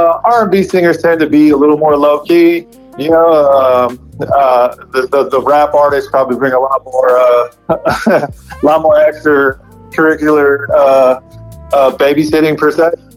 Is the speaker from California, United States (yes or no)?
yes; California, United States; So I as a high school kid, man, growing up in the Bay Area, big fan of some of the local rap and hip hop around here.